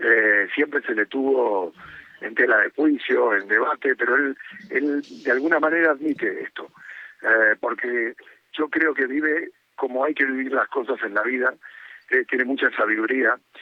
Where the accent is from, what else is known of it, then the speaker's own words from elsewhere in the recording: Argentina; Encima, soy argentino y puedo seguir hablando una hora